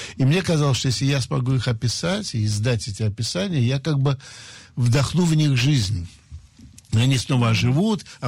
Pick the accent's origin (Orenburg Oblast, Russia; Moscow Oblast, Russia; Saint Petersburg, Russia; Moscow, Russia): Saint Petersburg, Russia; я мальчик питерский